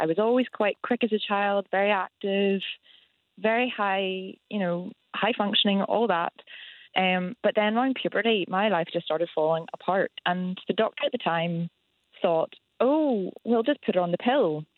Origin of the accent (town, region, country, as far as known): Belfast, Northern Ireland, United Kingdom; born or raised there; now in Aberdeenshire, United Kingdom